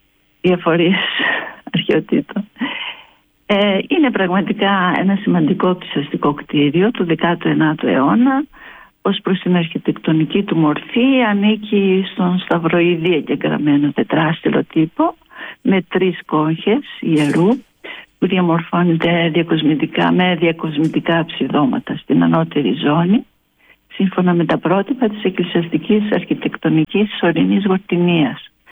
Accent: Thebes, Central Greece, Greece; Εγώ είμαι από τη Θήβα.

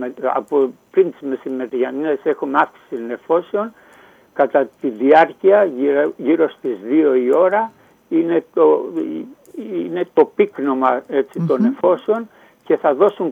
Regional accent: Antirrio, West Greece, Greece; born there; Εγώ θα πω από το Αντίριο όπου γεννήθηκα, έτσι, στη Βετοψίστα Ναυπακτία.

